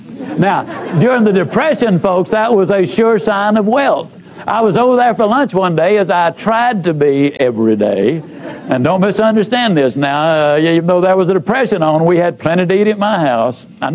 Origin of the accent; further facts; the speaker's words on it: Yazoo City, Mississippi, United States; I was raised in Yazoo City, Mississippi. Now, I know a lot of people go around the country bragging about being from Yazoo City, but I really am.